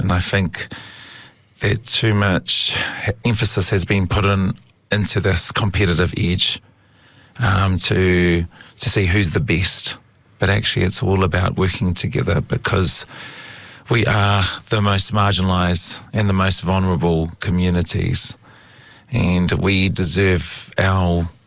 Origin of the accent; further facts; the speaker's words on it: Christchurch, Canterbury, New Zealand; Growing up in this city, it is the most English city out of England.